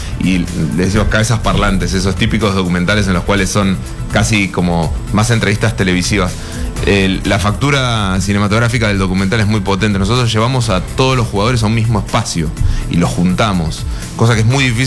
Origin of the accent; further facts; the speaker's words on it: Argentina; Nosotros como argentinos por ahí somos muy orgullosos de ese evento en particular